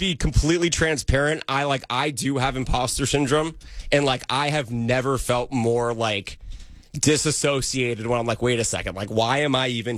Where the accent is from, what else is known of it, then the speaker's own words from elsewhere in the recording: Thousand Oaks, California, United States; I'm from Thousand Oaks, which is in Ventura County.